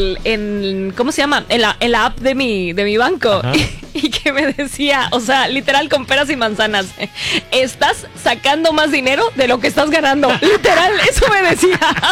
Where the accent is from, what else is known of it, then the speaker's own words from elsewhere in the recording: Mexico; Fracasé como mexicana